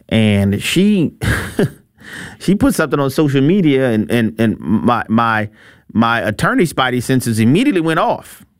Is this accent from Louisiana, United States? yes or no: yes; New Orleans, Louisiana, United States; when I share things like in my hometown of New Orleans, Louisiana, and how it's been nothing but Democrat mayors for well over a century